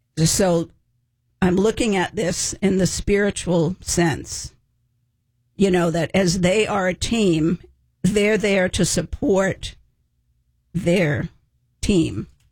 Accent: Boston, Massachusetts, United States; moved away; But I'm from the Boston area

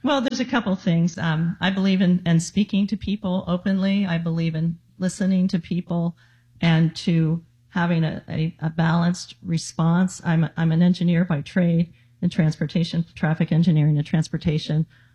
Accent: Miami, Florida, United States; moved away as an adult; also born or lived in Jacksonville, Florida / Nashville, Tennessee / West Palm Beach, Florida / California; now in Stuart, United States; I was born in Jacksonville, Florida. I was raised in Miami.

